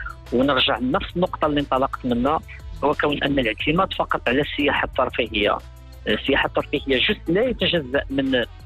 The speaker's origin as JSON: {"language": "Arabic", "country": "Morocco", "said": "فاللي كيميزنا إحنا كمغاربة أو كمغرب كبلد"}